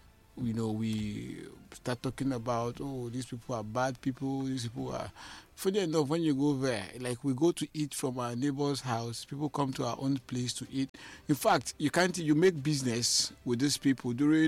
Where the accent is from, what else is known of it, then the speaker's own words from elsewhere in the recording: Minna, Niger State, Nigeria; I was born in Mina, you know, I grew in Mina